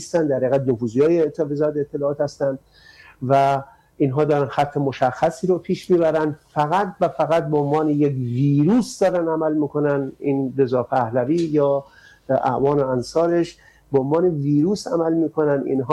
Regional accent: Amol, Mazandaran, Iran; ما توی شهر خودمون، من مال آمولم توی مازندران، ببینین اون موقع ما جوونا تمام هر کسی امنیت محل خودش رو به عهده گرفته بود.

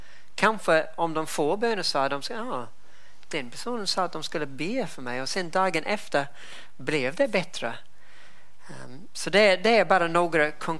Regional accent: New Zealand; now in Sweden; mitt hemland Nya Zeeland

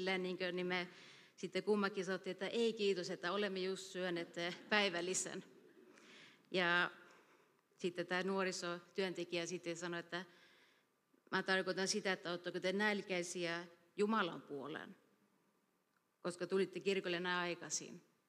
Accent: Borås, Västra Götaland, Sweden; Olen kasvanut Borosissa, ja monet eivät tietää sen, että olen täällä syntynyt.

